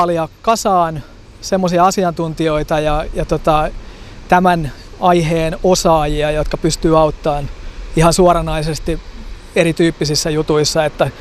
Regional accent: Kangasala, Pirkanmaa, Finland; No niin, eli … ja tulen Kangasalta.

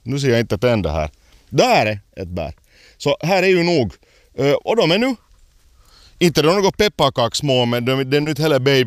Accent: Porvoo, Uusimaa, Finland; also born or lived in Ladusved, Espoo; Som finländare som jag vuxit upp i Borgåskogarna

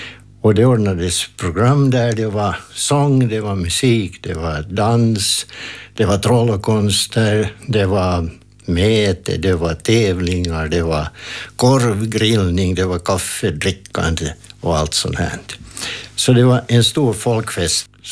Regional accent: Pernå, Uusimaa, Finland; min hemtrakt i Pärnå kyrkoby

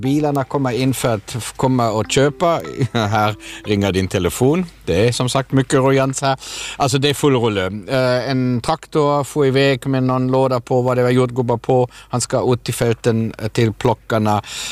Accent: Germany; now in Finland; Jag växte upp med jordgubbar i Tyskland och tyckte att de var jättegoda. Men sen kom jag till Finland

